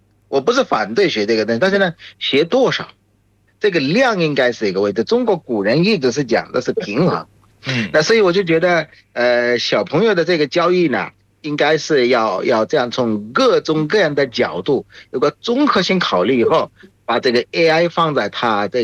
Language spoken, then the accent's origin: Chinese; Bangladesh; Chinese is a second language